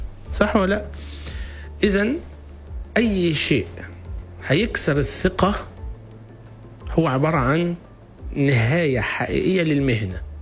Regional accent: Egypt

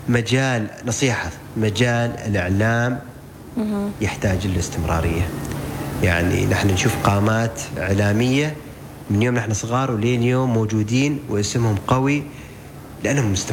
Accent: Oman; فنحن مصورين عمانيين، صناع أفلام عمانيين، صناع محتوى عمانيين

